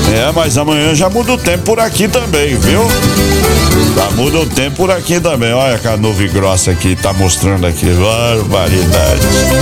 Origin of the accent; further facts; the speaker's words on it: Brazil; Brasileiro, eu como brasileiro